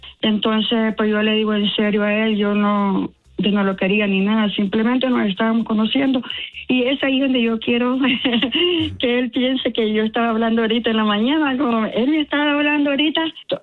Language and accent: Spanish; Honduras; Soy hondureña, pero soy mujer de un solo hombre.